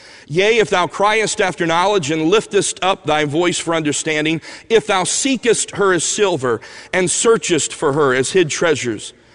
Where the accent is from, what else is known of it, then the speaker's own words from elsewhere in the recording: Alabama, United States; and even growing up in Alabama, when I first moved there, there's some things I had to learn.